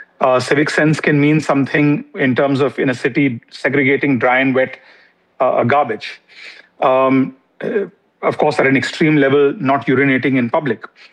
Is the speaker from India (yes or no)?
yes; India; India, sadly, and I say this sadly as an Indian, as a citizen first, as a politician next